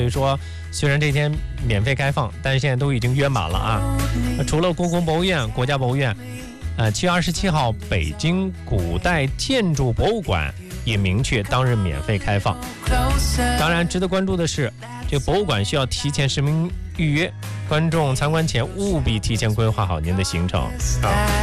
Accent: Xingtang, Hebei, China; 因为我老家是行唐

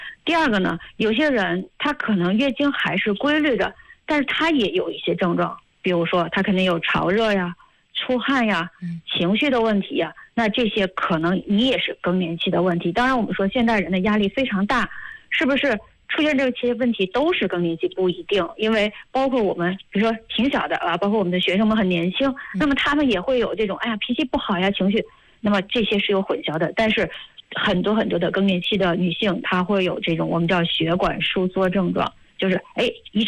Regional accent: China; 割裂期是我们中国人比较喜欢说的这么一个概念，

